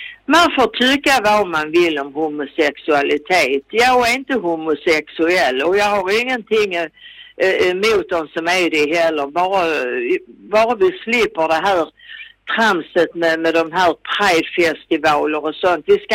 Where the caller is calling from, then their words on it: Skåne, Sweden; accent: Scanian; som vi säger på skånska